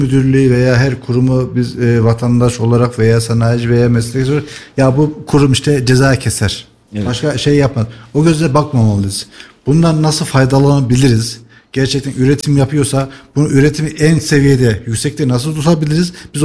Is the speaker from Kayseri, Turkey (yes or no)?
yes; Kayseri, Turkey; Bir Kayserili olarak.